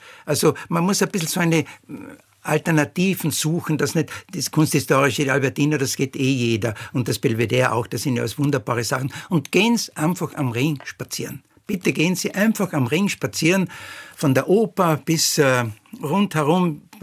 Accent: Carinthia, Austria; now in Vienna, Austria; Kärnten. Ich bin Kärntner.

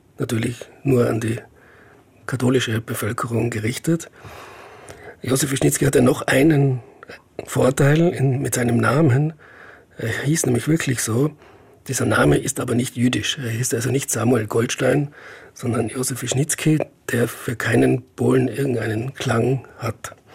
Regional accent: Innsbruck, Tyrol, Austria; Ja, jetzt als Innsbrucker gesprochen

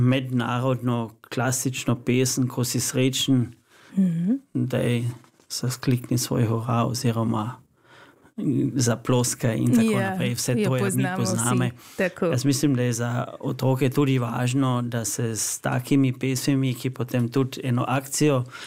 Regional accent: Carinthia, Austria; ki jo želimo mi predstaviti kot koroški Slovenci

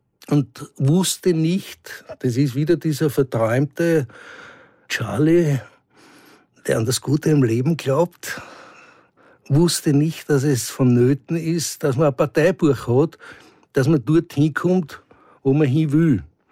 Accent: Bad Gastein, Salzburg, Austria; Ich bin am Land aufgewachsen, in Gastein

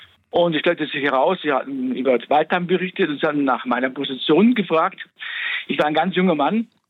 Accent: Austria; ich wurde dann von einem älteren polnischen Herrn geschlagen, weil ich ein Nazi-Deutscher bin, ein Österreicher bin.

